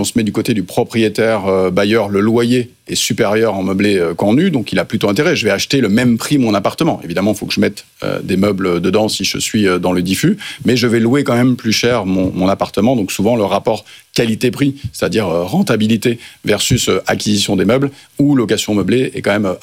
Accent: Caen, Normandy, France; Et Caen, que je connais bien, c'est ma ville natale, ma ville préférée, forcément.

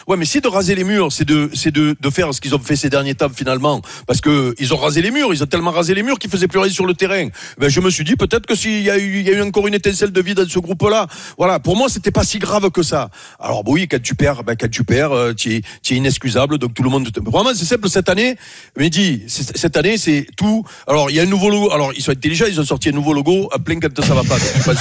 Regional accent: Robion, Provence-Alpes-Côte d'Azur, France; born there; Je suis né à Avignon, moi. Je suis né à Robion, les taillades.

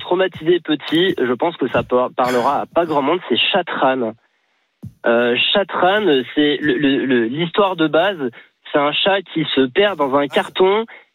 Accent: Lyon, Auvergne-Rhône-Alpes, France; born there; now in Grenoble, France; je suis né à Lyon.

